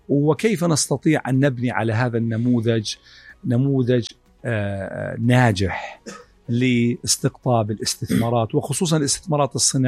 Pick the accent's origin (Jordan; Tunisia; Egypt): Jordan; ولا نجد ذلك الزخم الذي نسعى له كأردنيين، كدولة أردنية،